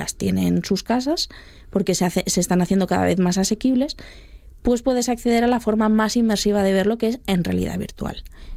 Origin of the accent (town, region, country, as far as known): Asturias, Spain